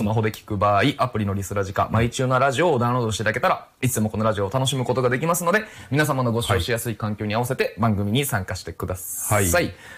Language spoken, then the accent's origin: Japanese; Osaka, Japan; moved away; 地元の大阪の方に帰ってて